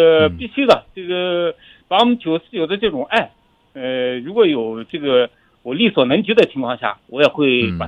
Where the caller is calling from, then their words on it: Ürümqi, Xinjiang, China; 我们新疆人，我们乌鲁木齐人